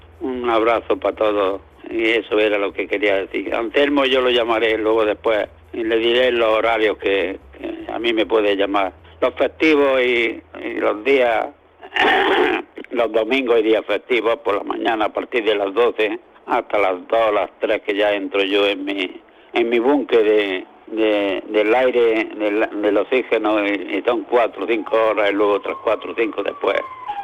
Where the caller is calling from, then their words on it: Almuñécar, Andalusia, Spain; Hola Manolo … de Almuñécar.